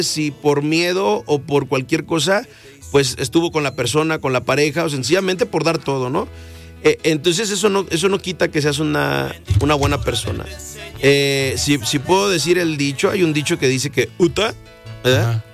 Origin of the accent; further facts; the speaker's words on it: Mexico; Siendo el primer mexicano, gracias a Dios, en la historia en haber ganado premios Billboard.